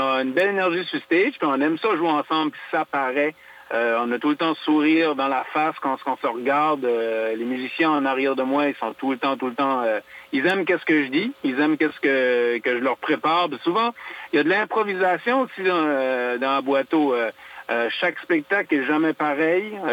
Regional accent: Acadia, Canada; on est acadien, mais on a beaucoup d'influence anglaise aussi.

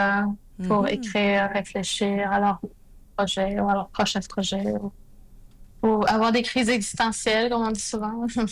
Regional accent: Pessamit, Quebec, Canada; now in Colombia; Je viens de la communauté de Pessamit.

